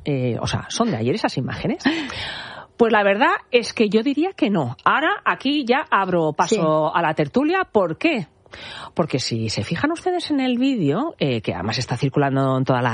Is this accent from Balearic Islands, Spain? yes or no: yes; Mallorca, Balearic Islands, Spain; a ver, yo como mallorquina no lo había oído nunca